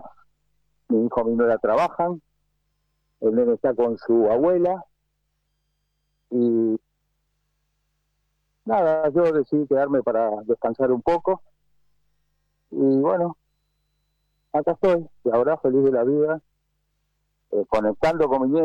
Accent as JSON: {"language": "Spanish", "region": "Buenos Aires", "country": "Argentina", "tie": "born or raised there"}